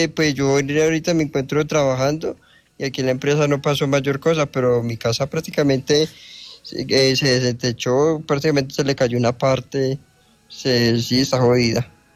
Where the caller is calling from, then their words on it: Pereira, Risaralda, Colombia; la cosa sigue complicada aquí en Pereira.